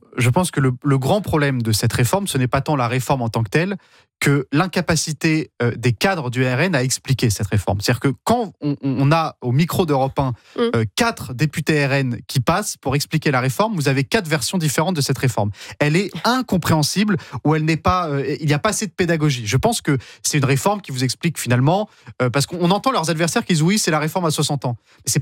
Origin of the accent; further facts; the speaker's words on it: Paris, Île-de-France, France; en tant que vrai parisien